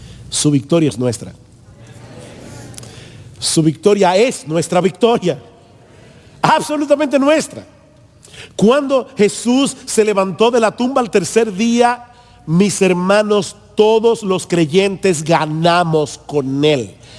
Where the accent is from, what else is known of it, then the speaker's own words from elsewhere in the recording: Dominican Republic; soy dominicano